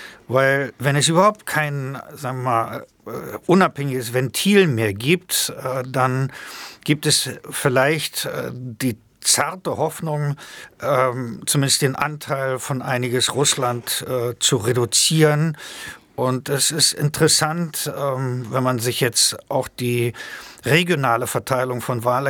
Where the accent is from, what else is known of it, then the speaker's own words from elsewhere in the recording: East Germany, Germany; aber ich bin in der DDR groß geworden